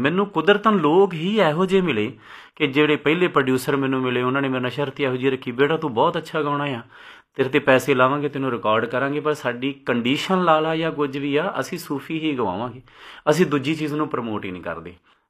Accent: Tarn Taran district, Punjab, India; ਮੈਂ ਪੰਜਾਬ ਦੇ ਉਹ ਤਰਨ ਤਾਰਨ ਡਿਸਟ੍ਰਿਕਟ ਦੇ ਬਿਲਕੁਲ ਬਾਰਡਰ ਲਾਈਨ ਤੋਂ ਆਉਣ ਵਾਲਾ ਮੁੰਡਾ ਹਾਂ

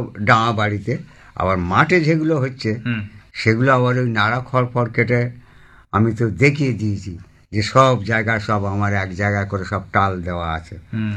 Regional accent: Pranballavpur, West Bengal, India; born or raised there

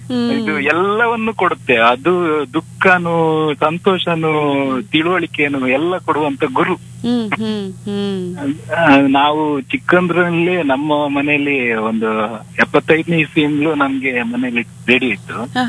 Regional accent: Karnataka, India; born there; ಹುಟ್ಟಿದರೆ ಕನ್ನಡ ನಾಡಿನಲ್ಲಿ ಹುಟ್ಟಬೇಕು. ನಾನು ಕನ್ನಡದಲ್ಲೇ ಹುಟ್ಟಿದವನು.

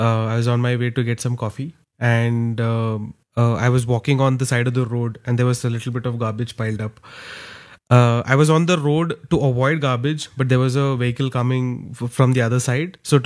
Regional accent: Bangalore, Karnataka, India; And I'm from Jayanagar and Jayanagar is always considered as the beautiful part of Bangalore.

